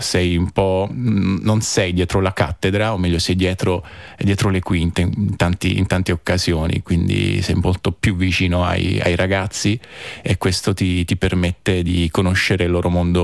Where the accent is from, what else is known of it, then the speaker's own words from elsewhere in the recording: Apulia, Italy; moved away as an adult; also born or lived in Campobasso; now in South Tyrol, Italy; io sono pugliese, quindi ho studiato relativamente vicino casa